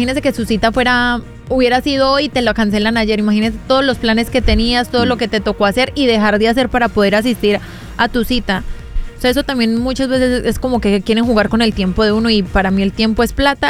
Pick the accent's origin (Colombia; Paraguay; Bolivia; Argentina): Colombia; Medellín, Antioquia; moved away; yo soy de Medellín